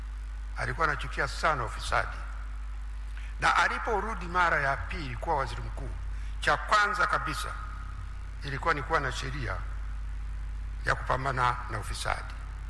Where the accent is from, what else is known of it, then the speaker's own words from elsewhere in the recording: Mara, Tanzania; natoka Mara